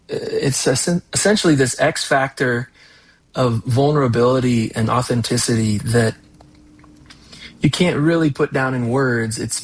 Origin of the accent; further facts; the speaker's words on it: Washington, United States; now in Seattle, United States; Moved over to Seattle. I'm from Eastern Washington, kind of near Spokane, if folk know where that's at.